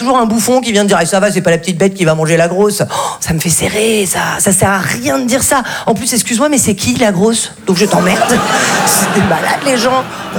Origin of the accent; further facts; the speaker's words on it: Val-de-Blore, Provence-Alpes-Côte d'Azur, France; moi, je viens d'un tout petit village qui s'appelle Val-de-Blore. C'est sublime, mais alors il faut pas du tout se faire mal là-bas, parce que si tu veux aller aux urgences, il faut faire 2 heures de route.